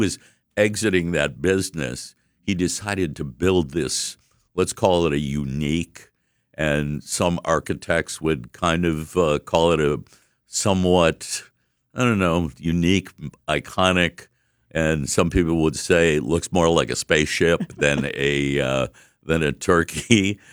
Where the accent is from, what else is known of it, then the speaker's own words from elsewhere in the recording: Milwaukee, Wisconsin, United States; I remember growing up in Milwaukee when I was little, and you know, being a lifelong Milwaukeean